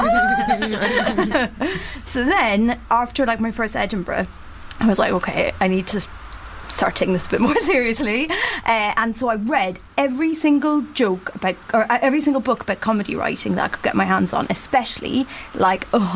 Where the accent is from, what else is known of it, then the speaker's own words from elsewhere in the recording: Ireland; now in London, United Kingdom; because I think as Irish, in Ireland, the whole idea of like stand-up is very much like